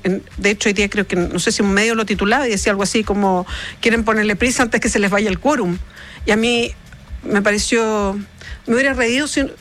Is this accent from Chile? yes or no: yes; Chile; lo voy a decir bien así en chileno